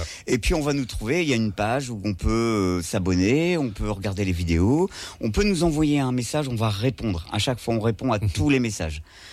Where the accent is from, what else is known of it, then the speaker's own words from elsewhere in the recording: Arras, Hauts-de-France, France; ici à Arras, qui est ma ville, parce que moi je suis d'Arras.